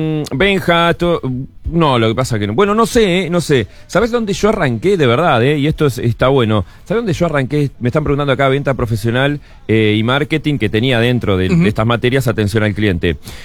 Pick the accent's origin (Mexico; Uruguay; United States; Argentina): Uruguay